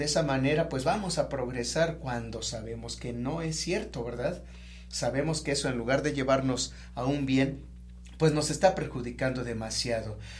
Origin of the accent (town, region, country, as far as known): Tlaxcalancingo, Puebla, Mexico